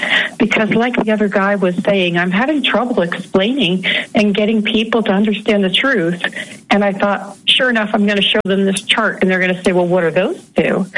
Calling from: Midwest, United States; from the Midwest

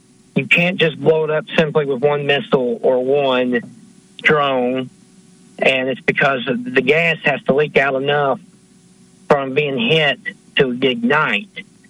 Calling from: Kentucky, United States; in Eastern Kentucky.

